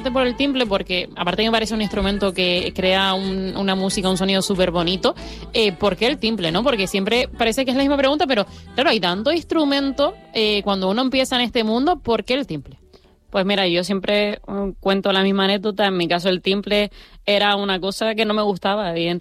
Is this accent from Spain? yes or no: yes; Valsequillo de Gran Canaria, Canary Islands, Spain; he tenido la suerte de que la mayoría de mis trabajos los he podido presentar en mi pueblo